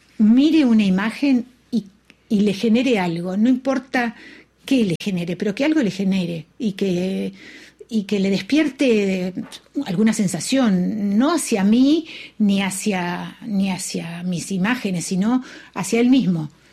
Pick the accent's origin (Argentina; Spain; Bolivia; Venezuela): Argentina